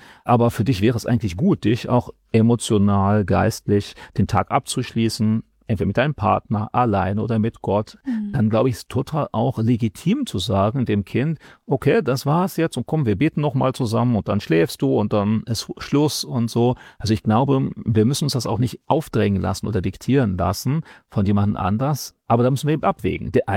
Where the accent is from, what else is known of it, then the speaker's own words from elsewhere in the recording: Germany; Und manchmal habe ich sogar den Eindruck, dass wir so als Deutsche da so ein bisschen sogar stärker das haben.